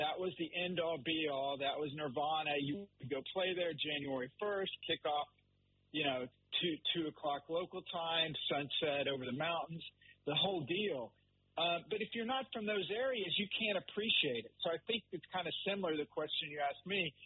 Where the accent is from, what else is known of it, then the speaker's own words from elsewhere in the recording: Oklahoma, United States; but I grew up in Oklahoma, so I grew up, there was a Southwest Conference.